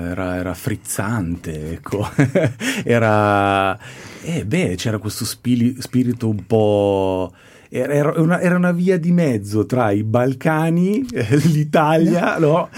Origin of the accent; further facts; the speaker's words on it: Koper, Slovene Istria, Slovenia; Io sono nato a Capodistria, quindi cresciuto proprio in quella zona lì